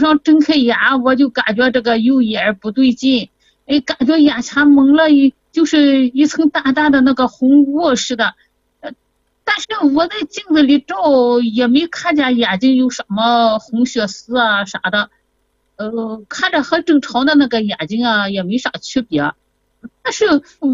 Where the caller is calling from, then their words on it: Shandong, China; 我是山东的，今年68了。